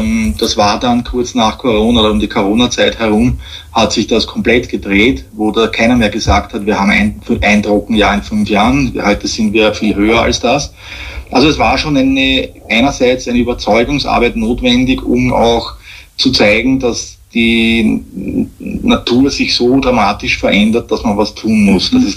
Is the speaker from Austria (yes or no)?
yes; Austria; Nein, wir kommen ja aus Österreich und wir sind in Österreich.